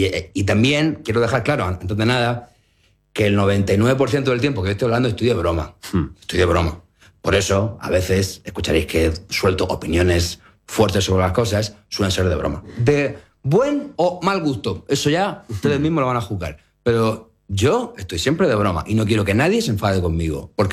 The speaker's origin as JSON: {"language": "Spanish", "region": "Region of Murcia", "country": "Spain", "said": "Soy un chico de Murcia, nací en el año 86."}